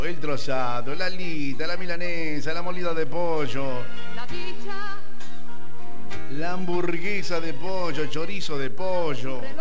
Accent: Argentina; Qué exagerado que somos nosotros los argentinos, ¿no, gente?

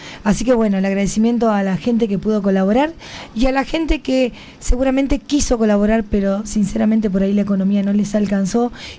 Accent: Uruguay; Compatriota uruguayo, me encanta.

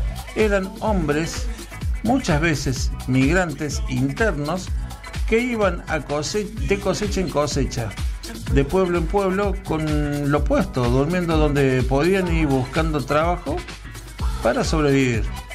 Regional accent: Argentina; hay algo que nos define a los argentinos, además de discutir de política o sufrir por la selección, es nuestra manera de hablar.

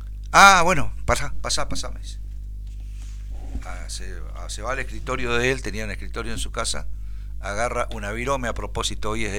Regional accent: Chaco, Argentina; Señores, yo soy de Chaco. Vengo todavía con la secuela.

